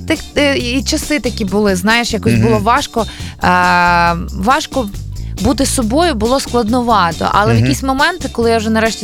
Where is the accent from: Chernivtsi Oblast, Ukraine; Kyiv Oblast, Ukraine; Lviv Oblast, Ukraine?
Lviv Oblast, Ukraine; Chervonohrad; born or raised there